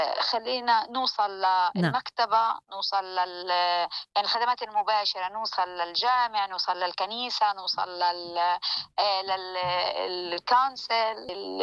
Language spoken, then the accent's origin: Arabic; Gaza, Gaza Strip, Palestine; moved away as an adult; now in Australia; احنا عندنا في فلسطين